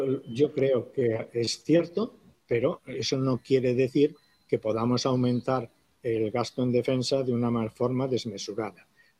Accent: Spain; antes soy militar, pero soy español

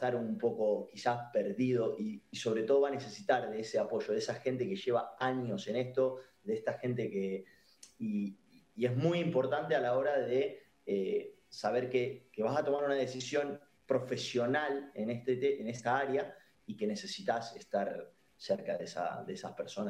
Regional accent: Argentina; moved away as an adult; now in Spain; yo que vengo de Argentina, que es un lugar que por ahí está muy aislado o lo estaba, digamos, ¿no?, de todo esto y te encontrás, yo llevo 4 años en España

